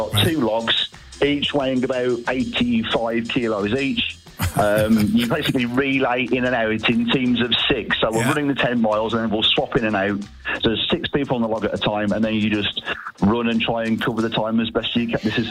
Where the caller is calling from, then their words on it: Lichfield, West Midlands, United Kingdom; In Lichfield, in Staffordshire.